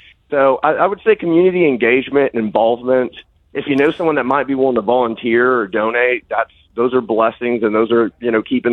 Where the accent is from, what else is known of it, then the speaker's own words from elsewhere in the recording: Cleveland, Ohio, United States; I grew up in the church, and some of the vinyl records I first did were actually from the churches I grew up in here in Cleveland.